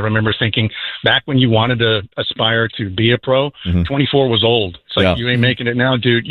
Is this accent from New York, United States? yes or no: yes; Pleasantville, New York, United States; moved away as an adult; also born or lived in Bronx, New York / Connecticut; I spent 2 years in the Bronx, then moved up to Westchester County to a couple of little suburbs around just north of White Plains called Pleasantville, where I went to high school.